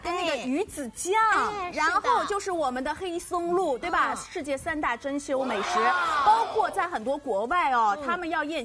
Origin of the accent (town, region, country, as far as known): Shanghai, China